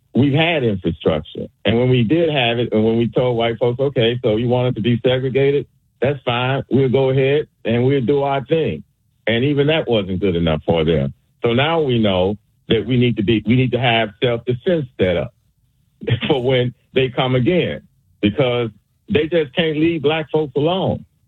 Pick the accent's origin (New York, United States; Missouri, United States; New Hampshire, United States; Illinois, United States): Illinois, United States; Chicago; born there; I was born in Chicago